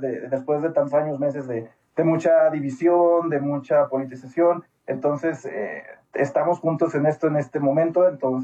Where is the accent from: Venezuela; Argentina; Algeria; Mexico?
Mexico; creo que como mexicanos nos caracterizamos por expresar estas emociones de maneras creativas.